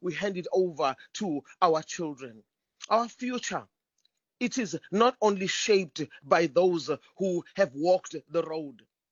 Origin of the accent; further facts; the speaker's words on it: South Africa; first language Zulu; English is a second language; And if I say it in my mother tongue, singalboni ikusasa eliqhakazile emehlweni ezingane zethu, okuningi esikwenza namuhla kuyizeleze.